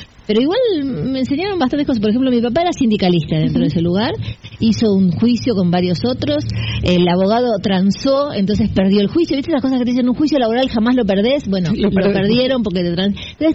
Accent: Burzaco, Buenos Aires Province, Argentina; Todos mis amigos de la infancia son de Burzaco

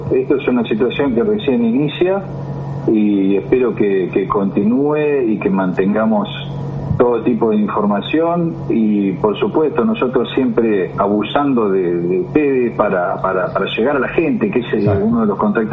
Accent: Punta Alta, Buenos Aires Province, Argentina; Somos todos de Punta Alta

